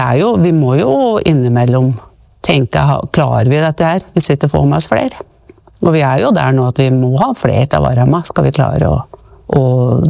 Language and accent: Norwegian; Reinsvoll, Innlandet, Norway; jeg husker jo når jeg vokste opp her på Reinsvoll